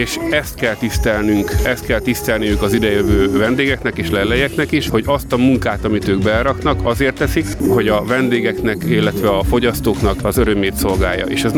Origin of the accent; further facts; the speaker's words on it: Eastern Hungary, Hungary; now in Balatonlelle, Hungary; én Kelet-Magyarországról származom